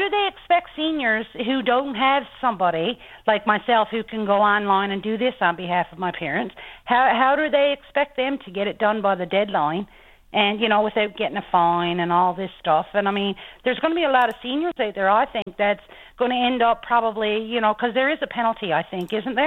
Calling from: Deer Lake, Newfoundland and Labrador, Canada; I'm in Deer Lake.

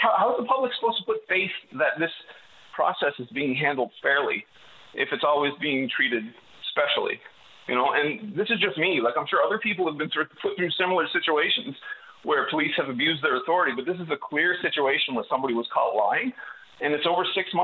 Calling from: Happy Valley-Goose Bay, Newfoundland and Labrador, Canada; I'm from Goose Bay, Labrador.

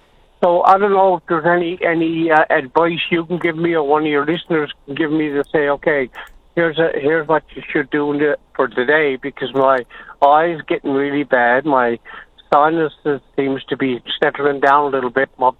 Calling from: Flat Rock, Newfoundland and Labrador, Canada; I'm from Flat Rock.

